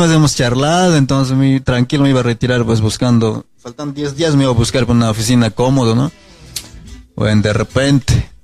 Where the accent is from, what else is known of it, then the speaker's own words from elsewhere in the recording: Cusco, Peru; Sí, soy de Perú.